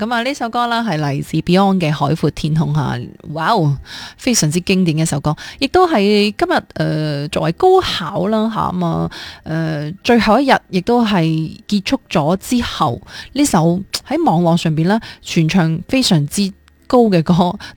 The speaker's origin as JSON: {"language": "Cantonese", "region": "Guangdong", "country": "China"}